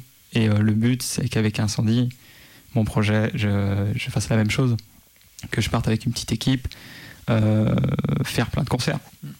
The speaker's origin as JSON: {"language": "French", "town": "Saint-Étienne", "region": "Auvergne-Rhône-Alpes", "country": "France", "tie": "born there", "moved": "yes", "lives_now": "Lyon, France", "said": "je suis né à Saint-Etienne. Et j'aime beaucoup cette ville. C'est la ville de cœur."}